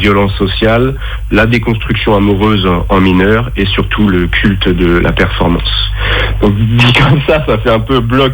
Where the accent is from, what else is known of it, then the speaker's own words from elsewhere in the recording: Le Mans, Pays de la Loire, France; Moi, je viens vraiment des scènes ouvertes que j'ai découvert en 2009 chez moi en Sarthe, au Mans.